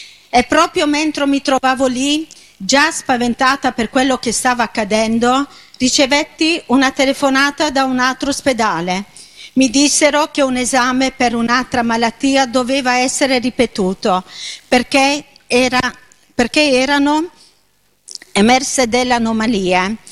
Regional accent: Apulia, Italy; now in Bologna, Italy; sono pugliese, ma vivo a Bologna da 30 anni

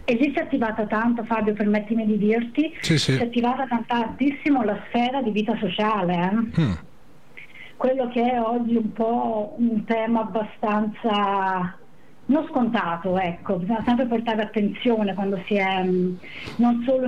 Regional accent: Tuscany, Italy; io non sono ferrarese, io vengo dalla Toscana, della provincia di Pistoia, e lì dove vivevo, dove sono diventata mamma e dove avevo l'attività

